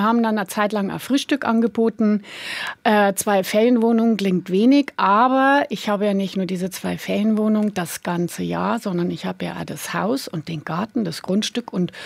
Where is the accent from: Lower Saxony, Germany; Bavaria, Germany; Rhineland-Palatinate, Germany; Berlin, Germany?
Bavaria, Germany; Ismaning; moved away as an adult; now in Hallig, Germany; Also ich bin in Ismaning groß geworden und habe, sage ich mal, meine Lehrzeit wirklich in Ismaning gehabt. Also Kindergarten, Schule, Ausbildung und die ersten Jahre im Beruf.